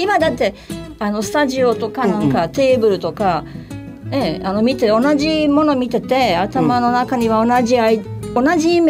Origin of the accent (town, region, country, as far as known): Croatia; Japanese is a second language; now in Japan